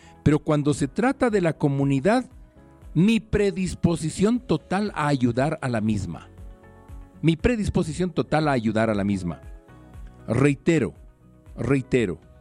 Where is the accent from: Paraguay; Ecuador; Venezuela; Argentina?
Ecuador